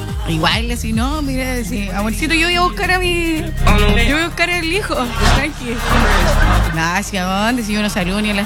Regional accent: Chile; nos unió como chilenos.

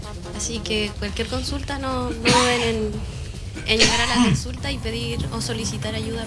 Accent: Chile; Sí, de hecho soy de acá de Quetre, nacida y criada en la comuna.

